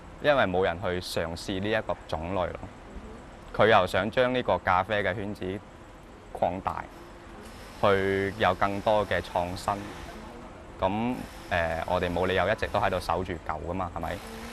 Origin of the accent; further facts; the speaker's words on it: Guangdong, China; 我哋廣東人食水果都係好寒嘅